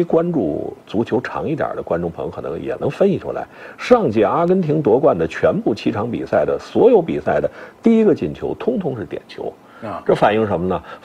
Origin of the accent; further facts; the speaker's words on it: Tianjin, China; 我是这样，我是天津的早点，我都爱吃。